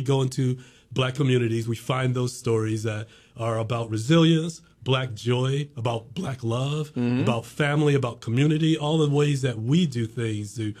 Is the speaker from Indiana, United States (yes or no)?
no; New Jersey, United States; also born or lived in Columbus, Georgia / Decatur, Georgia / Washington, D.C.; So I was born in Columbus, and then we had a house in Decatur. And I remember it. I remember Stone Mountain, Georgia. Mm-hmm. I remember that whole vibe. But he got stationed up in Fort Dix, New Jersey. Moved up to Jersey, South Jersey, went to school there.